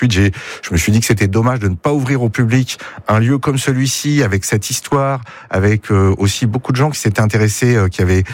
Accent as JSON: {"language": "French", "region": "Pays de la Loire", "country": "France", "tie": "born or raised there", "moved": "yes", "said": "Je suis originaire des Pays de la Loire"}